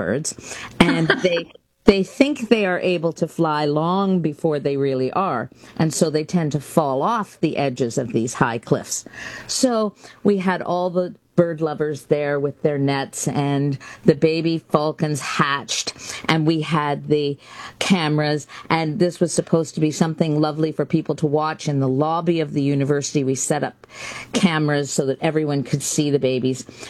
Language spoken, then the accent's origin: English; Canada; that's why we are Canadian. well, British then, but now Canadian.